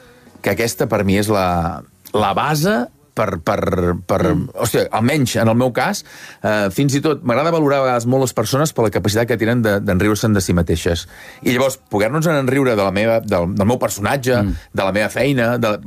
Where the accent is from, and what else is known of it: Sant Feliu de Buixalleu, Catalonia, Spain; born or raised there